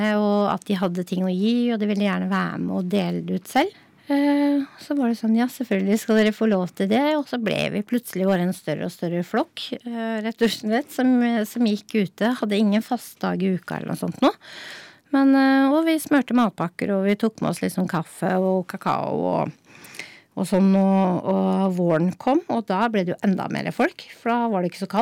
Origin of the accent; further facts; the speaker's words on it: Nittedal, Akershus, Norway; jeg er fra Nittedal